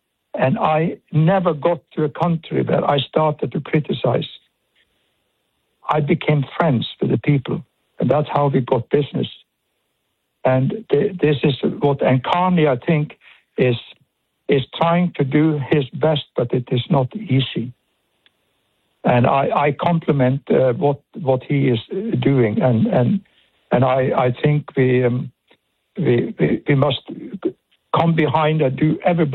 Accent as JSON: {"language": "English", "country": "Norway", "tie": "born or raised there", "moved": "yes", "lives_now": "Canada", "said": "And I grew up in Norway."}